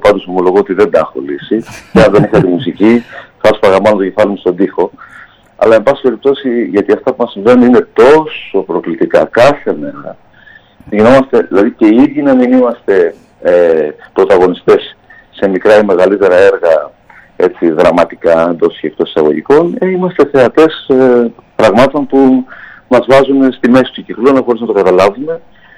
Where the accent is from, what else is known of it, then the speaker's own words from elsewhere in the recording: Greece; και εμείς έχουμε υπάρξει πρόσφυγες ως Έλληνες